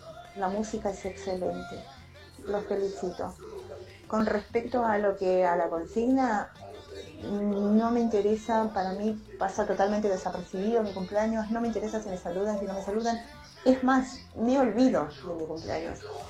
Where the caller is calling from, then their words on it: Lanús, Buenos Aires Province, Argentina; de Lanús y los estoy escuchando.